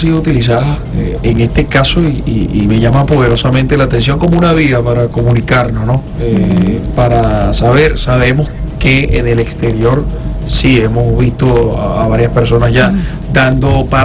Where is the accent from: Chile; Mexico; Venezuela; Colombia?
Venezuela; parte de lo que somos como venezolanos